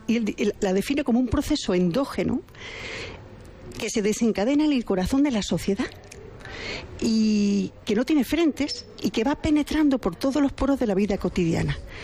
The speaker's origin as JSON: {"language": "Spanish", "region": "Ceuta", "country": "Spain", "said": "Mira, yo vengo de Ceuta. Ceuta es un sitio que ahora mismo es un escenario de una guerra del siglo XXI o de un conflicto híbrido, de un drama humanitario"}